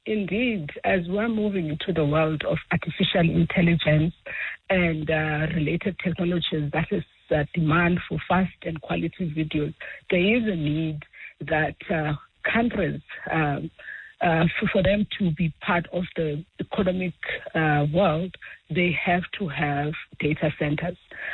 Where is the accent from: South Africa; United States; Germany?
South Africa; Pretoria, Gauteng; I come from Pretoria.